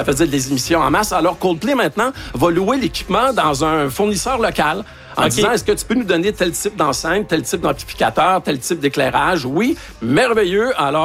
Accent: Portneuf, Quebec, Canada; Moi, je viens de Portneuf

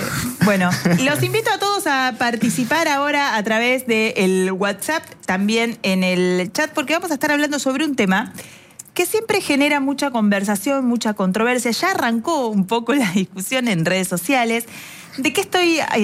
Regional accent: La Dulce, Buenos Aires Province, Argentina; moved away; also born or lived in La Plata; Yo soy de La Dulce, no, Polito, no. cerca de Necochea.

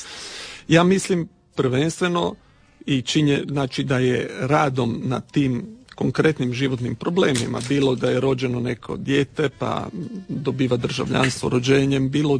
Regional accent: Istria County, Croatia; mogu reći da sam i kao Istrijan i ponosan na to.

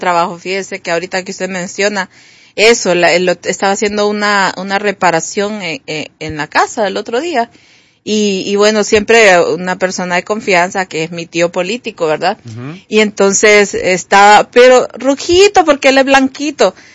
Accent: Honduras; Yo al menos no me pongo camisas de Argentina ni de otro país porque yo soy hondureña.

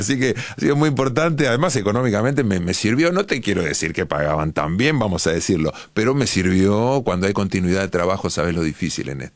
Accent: Béccar, Buenos Aires Province, Argentina; also born or lived in Acassuso / Rome; Yo soy de la ciudad de Buenos Aires, me crié en el barrio de Bécar. Nací en Buenos Aires, pero me crié en el barrio de Bécar, en la parte un poquito más humilde de la estación hacia la Panamericana.

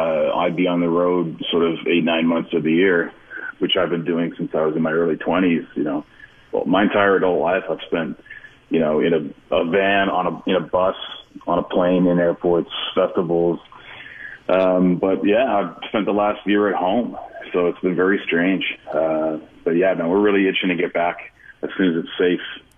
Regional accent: Saskatoon, Saskatchewan, Canada; I grew up in the city, on the east side. It's a great place to grow up. It's very good size

